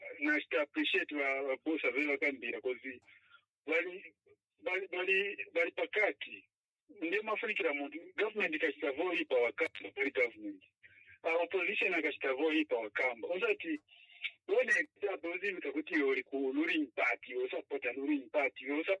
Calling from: Zambia; from Linda Compound.

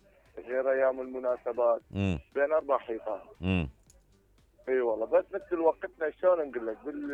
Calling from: Sulaymaniyah, Sulaymaniyah Governorate, Iraq; احنا متابعينك من سوسة، من سليمانية.

